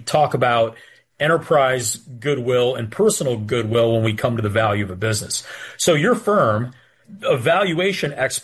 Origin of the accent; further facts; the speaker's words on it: Florida, United States; But in a divorce context, especially my home state of Florida